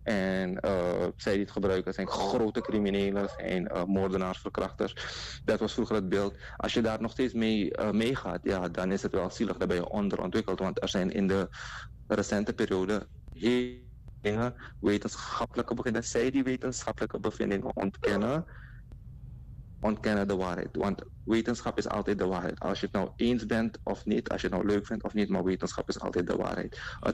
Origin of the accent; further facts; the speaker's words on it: Netherlands; Ik heb ook een Nederlander, ik ben ook een Nederlander, ik heb ook een Nederlands paspoort.